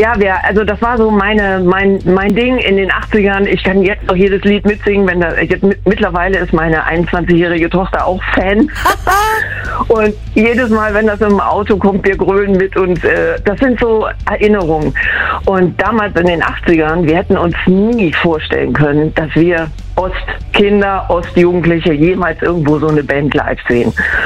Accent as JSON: {"language": "German", "town": "Erfurt", "region": "Thuringia", "country": "Germany", "tie": "born or raised there", "said": "Also ich bin im Osten geboren, aufgewachsen in Erfurt"}